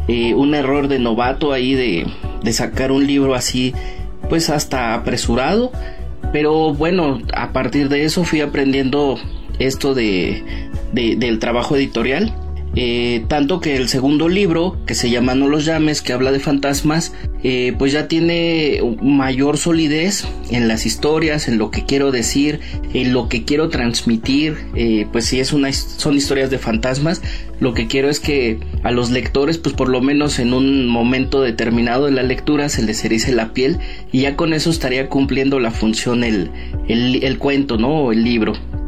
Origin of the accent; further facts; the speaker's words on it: Mexico; nosotros como mexicanos